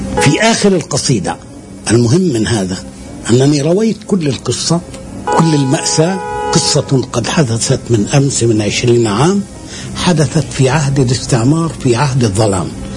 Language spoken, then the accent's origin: Arabic; Palestine; أقول أنا كل فلسطيني، أنا لست متميزا عن أحد